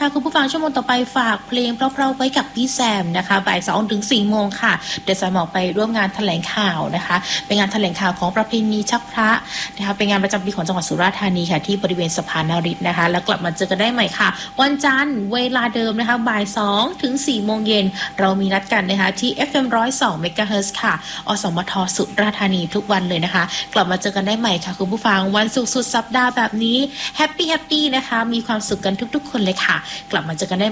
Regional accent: Southern Thailand, Thailand; ถ้าเป็นคนใต้บ้านเราอ่ะคนใต้แท้ๆเลยอ่ะ

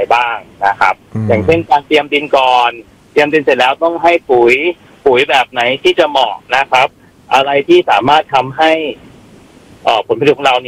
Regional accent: Khon Kaen, Thailand; born there; เป็นคนขอนแก่นโดยกำเนิดนะครับก็กลับมาอยู่ที่บ้าน

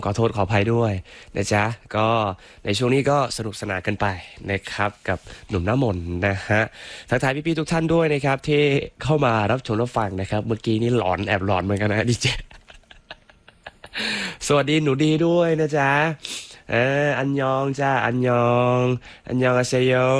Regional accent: Chaiyaphum, Thailand; ผมก็คนโคราชเหมือนกันไม่ใช่เดี๋ยวผมคนชัยภูมิ

